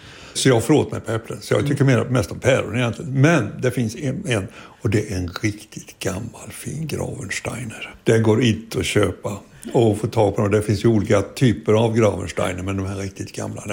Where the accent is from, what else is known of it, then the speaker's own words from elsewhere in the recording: Västra Götaland County, Sweden; jag är uppväxt hemma, jag är från Västergötland, så hade vi en stor trädgård